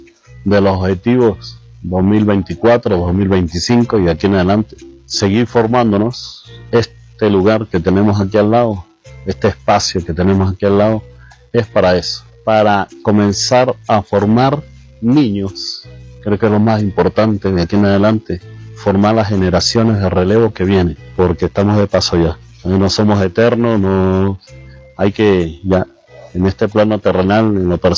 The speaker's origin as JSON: {"language": "Spanish", "region": "Mérida", "country": "Venezuela", "said": "a nosotros como merideños, pero también a nosotros como venezolanos."}